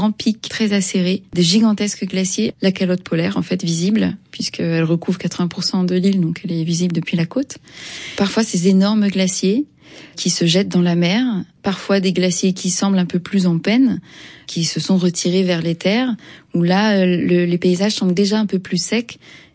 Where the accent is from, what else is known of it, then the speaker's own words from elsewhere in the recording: France; Je suis française